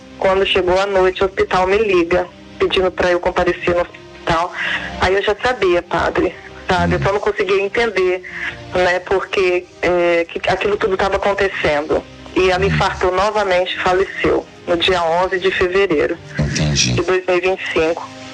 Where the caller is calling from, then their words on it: Guarapari, Espírito Santo, Brazil; Eu falo de Guarapari, no Espírito Santo.